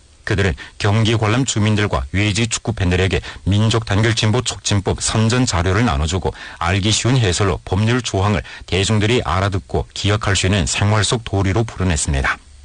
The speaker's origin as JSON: {"language": "Korean", "town": "Yanbian", "region": "Jilin", "country": "China", "said": "연변 사람으로서 정말 기쁩니다."}